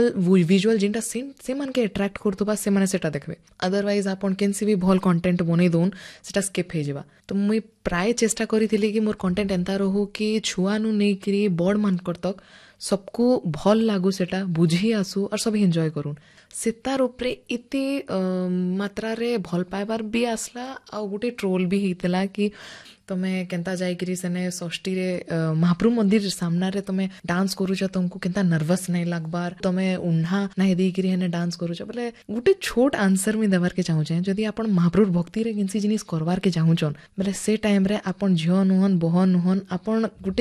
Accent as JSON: {"language": "Odia", "town": "Sambalpur", "region": "Odisha", "country": "India", "said": "but steel ଆମେ ସମ୍ବଲପୁରରୁ first time Mumbai ଯାଉଥିଲୁ ସଭେ"}